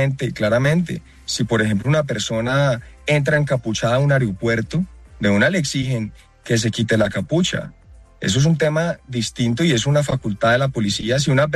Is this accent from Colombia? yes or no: yes; Cali, Valle del Cauca, Colombia; porque además yo soy de Cali